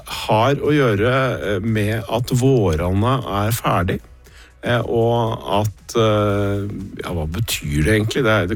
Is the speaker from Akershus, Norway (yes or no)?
yes; Drøbak, Akershus, Norway; Jeg jo barnefødt i Drøbak